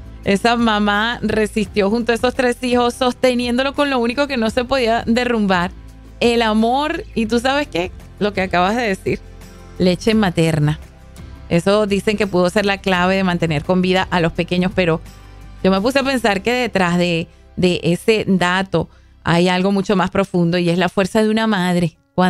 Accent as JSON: {"language": "Spanish", "country": "Venezuela", "said": "lo sucedido en Venezuela, en mi país."}